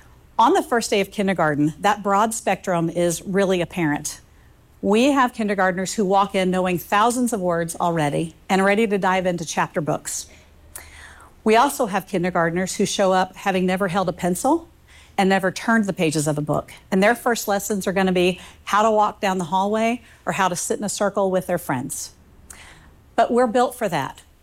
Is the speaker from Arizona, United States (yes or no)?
no; Evansville, Indiana, United States; I was born in Evansville and raised on the southeast side by my great-grandparents.